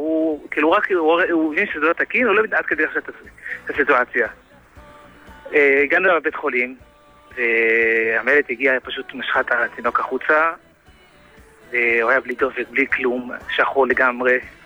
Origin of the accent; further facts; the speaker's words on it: Jerusalem, Jerusalem District, Israel; אני ירושלמי מקור, כן.